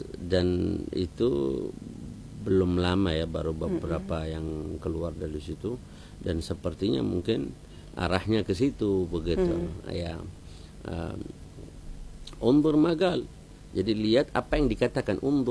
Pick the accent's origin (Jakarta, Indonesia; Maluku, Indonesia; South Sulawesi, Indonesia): Maluku, Indonesia; Ambon; accent: Ambonese; also born or lived in Yemen; beta ini orang Ambon, ketung hidup di Ambon.